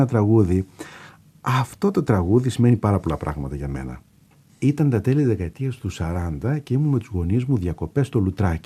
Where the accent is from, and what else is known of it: Thessaloniki, Central Macedonia, Greece